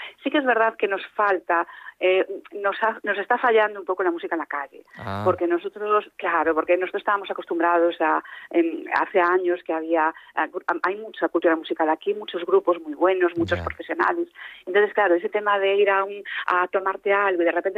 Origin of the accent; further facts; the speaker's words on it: Narón, Galicia, Spain; moved away as an adult; now in Ferrol, Spain; yo soy de Pedroso, de Narbonne.